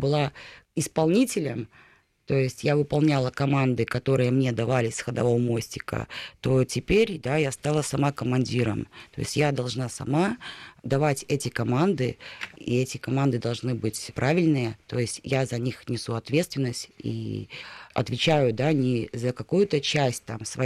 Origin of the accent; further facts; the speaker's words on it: Bryansk Oblast, Russia; мы же сами из Брянской области.